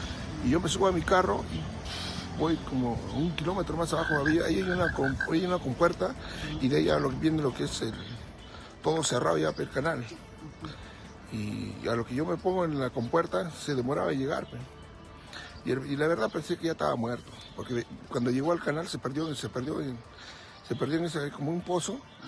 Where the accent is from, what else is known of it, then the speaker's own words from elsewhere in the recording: Sama, Tacna, Peru; Soy de Sama